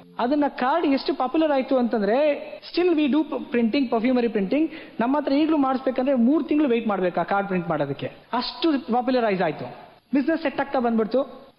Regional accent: Mandagadde, Karnataka, India; born there; ನಾನು ಸಣ್ಣ ಹಳ್ಳಿಯಿಂದ ಬಂದವನು, ತೀರ್ಥಹಳ್ಳಿ ತಾಲೂಕು ಮಂಡಗದ್ದೆ ಅಂತ.

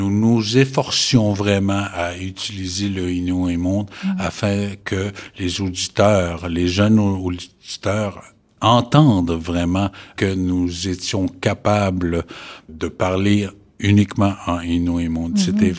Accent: Uashat mak Mani-utenam, Quebec, Canada; now in Matimekosh, Canada; Je suis originaire de Ouachat Makmaliotenam. Oui, je viens d'ici et j'ai déménagé à Matimekosh récemment, oui.

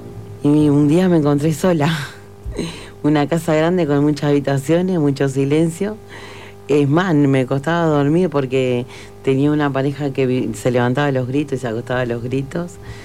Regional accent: Parque del Plata, Canelones, Uruguay; tengo 49 años … Me crié en Parque del Plata con mi madre, mi padre, y en total éramos 8 hermanos.

